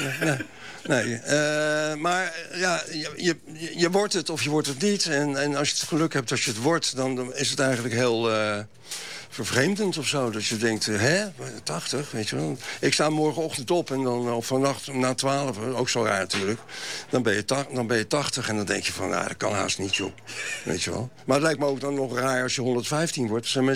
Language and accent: Dutch; The Hague, South Holland, Netherlands; now in Amsterdam, Netherlands